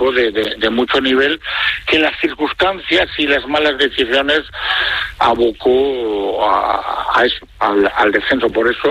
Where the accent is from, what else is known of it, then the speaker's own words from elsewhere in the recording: Valladolid, Castile and León, Spain; yo soy un pucelano blanquivioleta de Valladolid, moriré siendo así